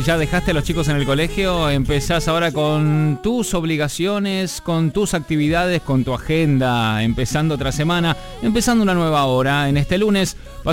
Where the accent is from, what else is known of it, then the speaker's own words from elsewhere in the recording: Argentina; Que nos representa como argentinos.